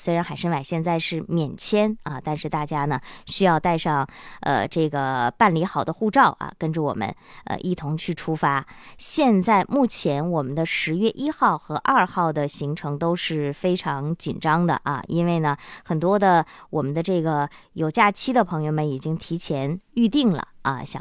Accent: Harbin, Heilongjiang, China

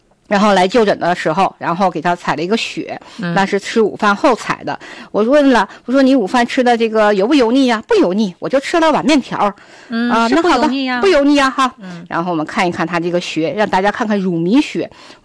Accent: Northeast China, China; 咱们东北人

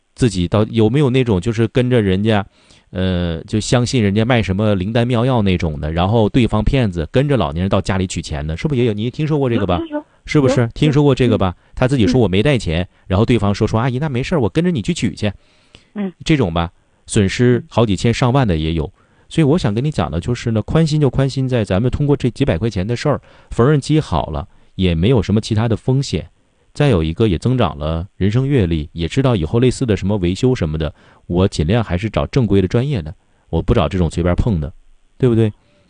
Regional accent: Northeast China, China; 咱们东北话就是比较损

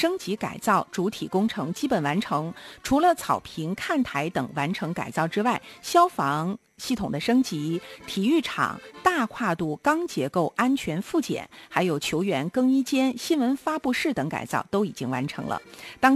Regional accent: Harbin, Heilongjiang, China; 如果不是这个从小在哈尔滨长大的，肯定说姜岩啊。咱们这个哈尔滨人都说姜燕儿啊

